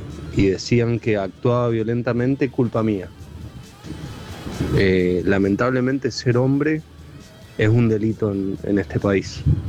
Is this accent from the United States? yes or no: no; Comodoro Rivadavia, Chubut, Argentina; buen día. Soy de Comodoro Rivadavia.